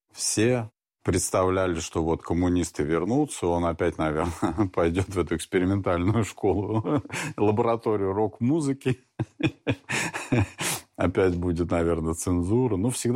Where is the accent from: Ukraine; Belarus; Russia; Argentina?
Ukraine; Dnipropetrovsk Oblast; мы все из Днепропетровской области.